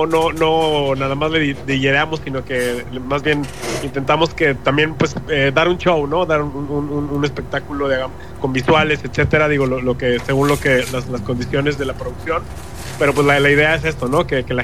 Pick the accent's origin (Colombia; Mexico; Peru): Mexico; Monterrey, Nuevo León; now in Mexico City, Mexico; venimos de la Ciudad de México, yo soy de aquí originario de Monterrey, okay.